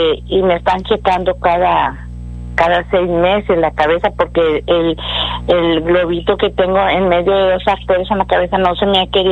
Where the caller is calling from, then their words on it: Brownsville, Texas, United States; soy de Brownsville.